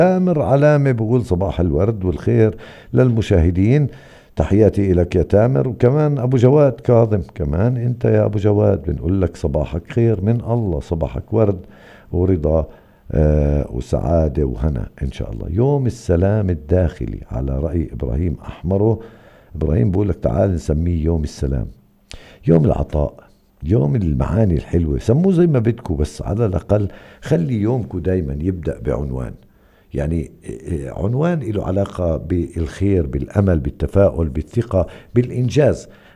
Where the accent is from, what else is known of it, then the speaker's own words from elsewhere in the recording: Hebron, Hebron Governorate, Palestine; عندنا في الخليل